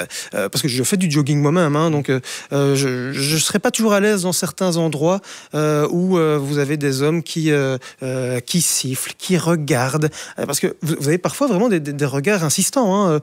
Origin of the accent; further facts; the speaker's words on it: Brussels, Belgium; Moi, je pense que si je suis une Bruxelloise. Il y a clairement des parcs que j'évite du côté de Bruxelles.